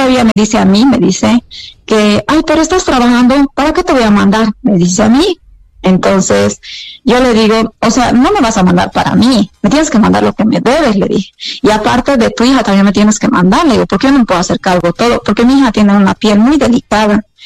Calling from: Cochabamba, Bolivia; yo igual soy de Cochabamba.

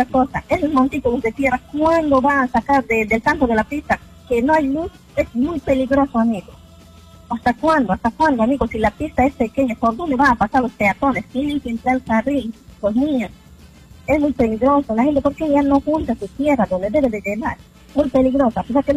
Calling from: Loreto, Peru

